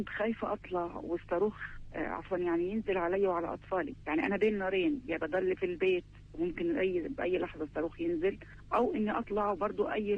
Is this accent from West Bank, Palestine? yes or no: no; Beit Lahia, Gaza Strip, Palestine; أنا من شمال القطاع، من مدينة بيت لاهيا. فكانت الشمال من بداية الحرب هو أكثر منطقة كانت متضررة